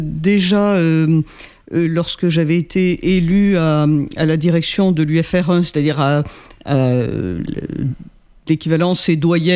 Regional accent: Montpellier, Occitanie, France; je suis natif de Montpellier et j'ai vécu toute mon enfance et mon adolescence au pied de Sainte-Anne, rue Terral, entre l'église Sainte-Anne et le boulevard du Jeu de Paume.

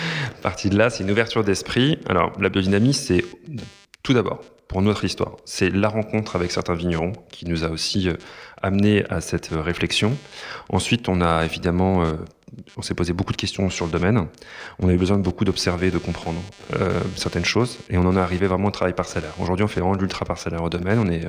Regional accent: Centre-Val de Loire, France; born there; Moi, je suis né à Sancerre, donc en tout cas un village à côté de Sancerre à 5 km

